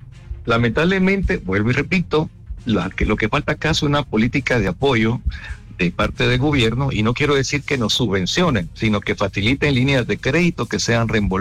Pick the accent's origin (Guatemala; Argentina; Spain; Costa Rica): Guatemala